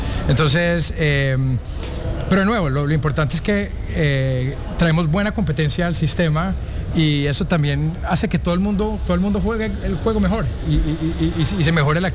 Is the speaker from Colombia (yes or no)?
yes; Colombia; yo soy colombiano, entonces mi corazón está en Colombia